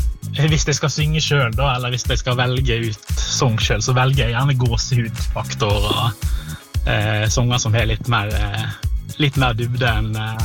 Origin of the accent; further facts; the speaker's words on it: Stord, Vestland, Norway; accent: Stord dialect; also born or lived in Stavanger / Ålesund; now in Volda, Norway; Storamål, det jo enkelt, og det jo den som jeg vokst opp med og har hatt lengst.